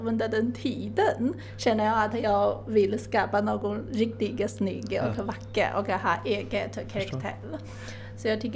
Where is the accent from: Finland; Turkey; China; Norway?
China; Swedish is a second language